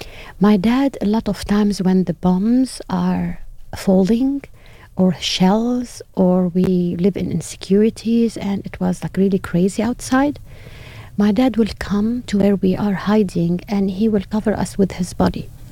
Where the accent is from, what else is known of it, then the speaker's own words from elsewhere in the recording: Lebanon; Yeah, so all the way to Lebanon, Obviously, I'm Leba